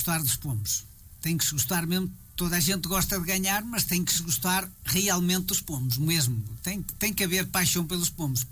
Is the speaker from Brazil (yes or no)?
no; Norte, Portugal; Eu sou natural de Ridimunhos e vivo em Boelho.